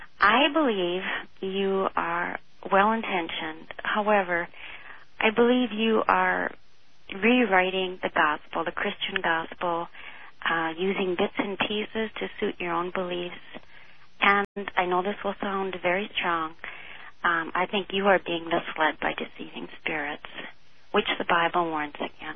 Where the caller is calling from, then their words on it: Minneapolis, Minnesota, United States; Calling from Minneapolis.